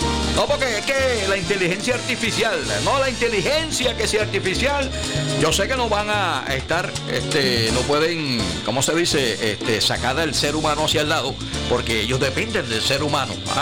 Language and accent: Spanish; Puerto Rico; accent: Puerto Rican; Y decimos las palabras así, asá, y tenemos nuestro acento y nuestro jolgorio acá, puertorriqueño, con mucho orgullo, ¿verdad?